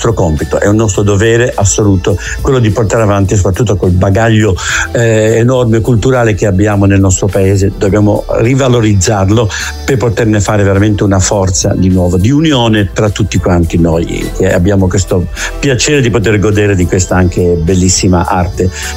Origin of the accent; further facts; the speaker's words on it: Genoa, Liguria, Italy; sia io da genovese che Massimo Zennaro da veneziano, da isolano, abbiamo il mare nelle vene